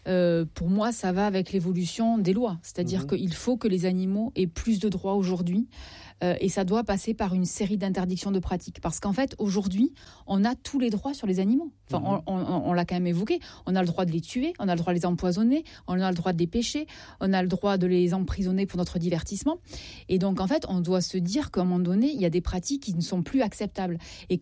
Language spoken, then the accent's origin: French; Southwest France, France; Non. Alors, attendez, d'accord. Je suis du Sud-Ouest.